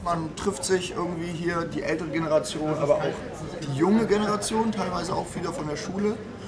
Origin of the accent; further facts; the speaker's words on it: Wittenburg, Mecklenburg-Vorpommern, Germany; ich komme aus Wittenburg.